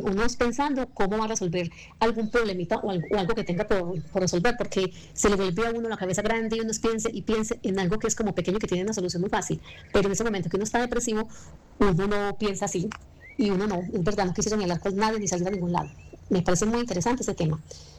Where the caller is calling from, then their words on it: Titiribí, Antioquia, Colombia; yo soy de Titiribí